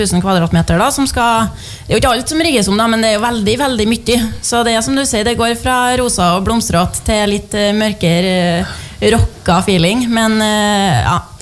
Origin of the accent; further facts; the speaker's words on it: Verdal, Trøndelag, Norway; Altså, yes, jeg er nordtrønder, jeg er fra Verdalen.